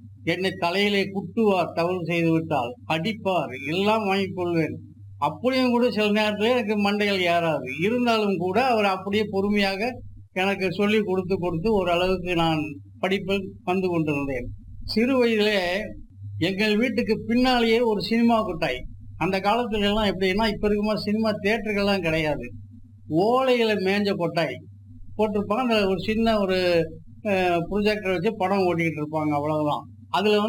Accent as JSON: {"language": "Tamil", "town": "Erode", "region": "Tamil Nadu", "country": "India", "tie": "born or raised there"}